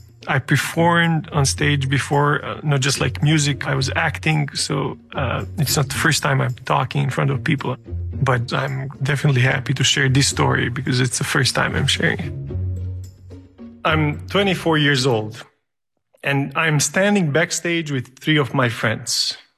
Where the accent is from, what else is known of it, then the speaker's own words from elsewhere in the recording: Serbia; now in Boston, United States; I'm originally from Serbia. Now I'm Boston-based artist, teacher, and professional musician.